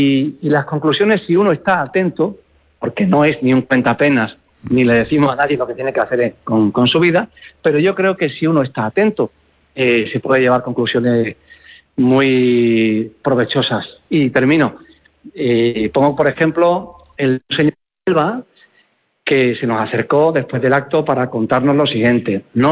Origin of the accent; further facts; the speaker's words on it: Granada, Andalusia, Spain; en Granada, en mi tierra.